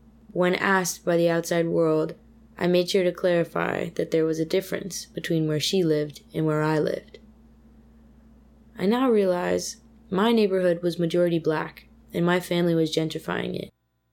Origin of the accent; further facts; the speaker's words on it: Philadelphia, Pennsylvania, United States; And my friend that I was talking about used to get so upset with me for saying that I was from South Philly.